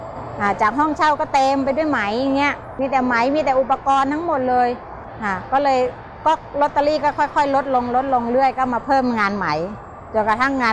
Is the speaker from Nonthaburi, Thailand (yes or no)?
no; Khon Kaen, Thailand; now in Bangkok, Thailand; โดยพื้นเพเป็นคนชาวจังหวัดขอนแก่นได้รับโอกาสดีที่ได้มาเรียนที่โรงเรียนสองคนตาบอดกรุงเทพเมื่อประมาณปีพ.ศ.2511